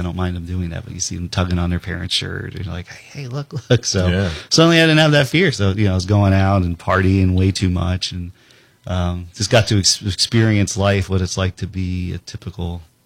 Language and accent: English; Florida, United States; growing up in Florida